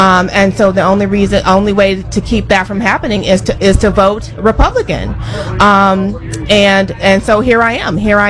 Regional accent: Gary, Indiana, United States; now in Indianapolis, United States; I am originally from Gary, Indiana, but I currently reside very happily in Indianapolis, Indiana.

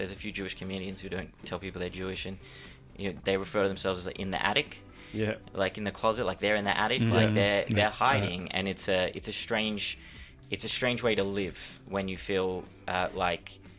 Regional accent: Australia; Cab sees me in the back, sees my face, and he says, where are you from? I say, I'm Australian.

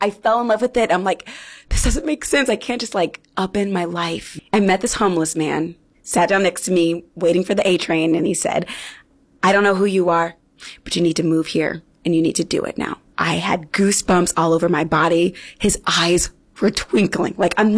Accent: Fresno, California, United States; My hometown hero … she has six Tonys and she's from Fresno, California. I see it and she's black like me.

